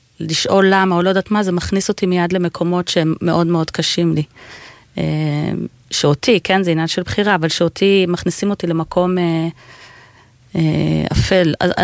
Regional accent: Jerusalem, Jerusalem District, Israel; דבר ראשון אני ירושלמית. ירושלמית גאה מאוד, מאוד אוהבת את העיר שלי. לא אעזוב אותה לעולם

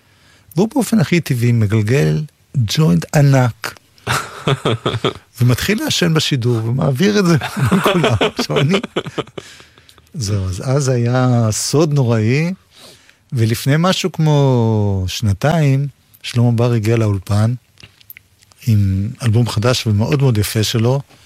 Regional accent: Jerusalem, Jerusalem District, Israel; אני ירושלמי מבית הרוס. בסדר, תקראי לי זה, כי במקרה גרתי ברחביה.

